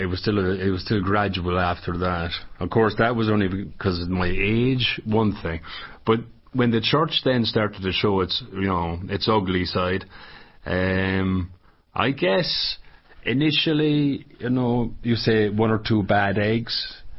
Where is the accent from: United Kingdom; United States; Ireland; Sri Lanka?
Ireland; Okay, I grew up in Ireland. I was born in the 70s. I grew up in the 80s.